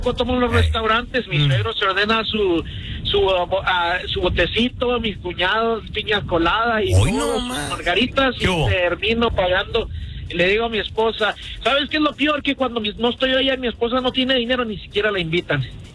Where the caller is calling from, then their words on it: Santa Fe, New Mexico, United States; Yo vivo en Santa Fe, Nuevo México